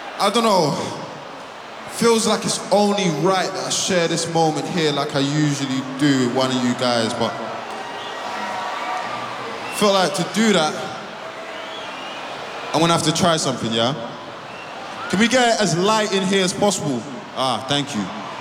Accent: London, United Kingdom; I come from South London, Streatham to be exact.

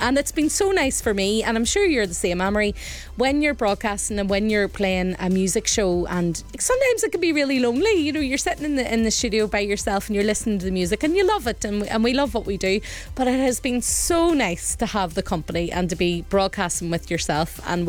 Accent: Belfast, Northern Ireland, United Kingdom; I'm from Andytown. I'm from West Belfast, so I'm well versed in the Falls Park

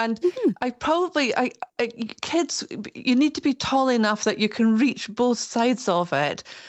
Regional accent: Fort William, Scotland, United Kingdom; moved away; So I grew up in Glenevis and used to play there as a child and swim in the river there.

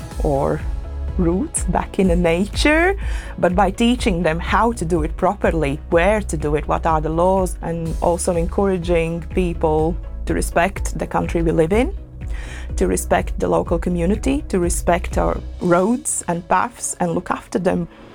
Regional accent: Latvia; English is a second language; So originally, I am from Latvia, and as Latvians, I think it's in our blood to the core.

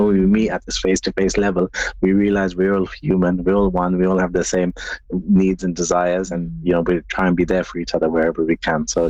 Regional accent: London, United Kingdom; In my hometown of Southall

